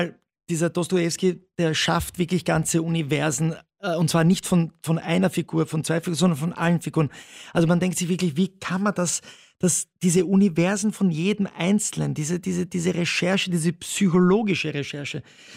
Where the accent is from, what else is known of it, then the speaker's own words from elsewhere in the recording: Italy; Das sage ich als Italiener.